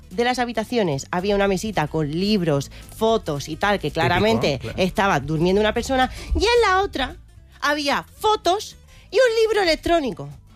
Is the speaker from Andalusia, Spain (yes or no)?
no; Region of Murcia, Spain; Porque soy de Murcia.